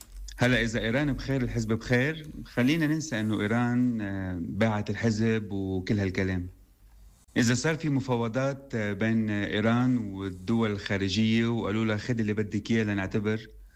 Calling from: South Governorate, Lebanon; من الجنوب.

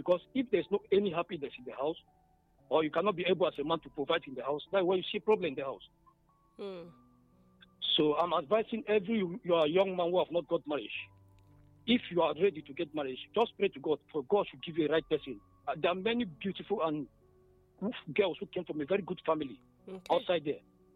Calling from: Afikpo, Ebonyi, Nigeria; I'm calling you in Afiko here in Ebonyi State.

